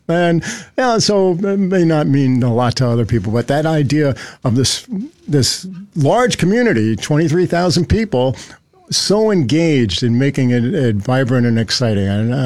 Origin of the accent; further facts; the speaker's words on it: Weehawken, New Jersey, United States; born there; I'm a city kid. I was born in Weehawken, New Jersey, if you know where that is.